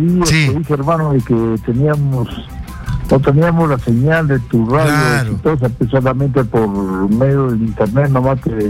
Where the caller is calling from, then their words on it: Puno, Peru; acá desde la provincia de Iguía, frontera Perú-Bolivia, de la región Puno.